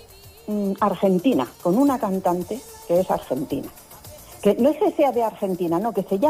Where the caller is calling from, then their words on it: Badalona, Catalonia, Spain; de Badalona.